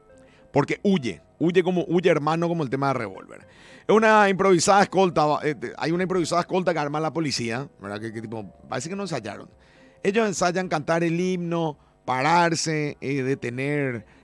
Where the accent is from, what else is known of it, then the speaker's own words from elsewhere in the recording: Paraguay; O sea, la risa termina siendo una anestesia a no ver lo desesperante que somos como paraguayos.